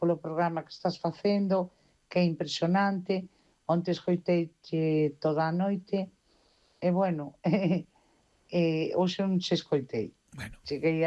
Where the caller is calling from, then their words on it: Culleredo, Galicia, Spain; de Culleredo, que tal, Isi, que tal, meu rei?